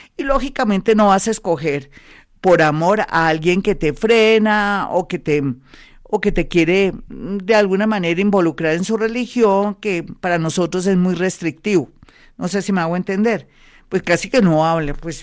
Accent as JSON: {"language": "Spanish", "country": "Colombia", "said": "nosotros los colombianos"}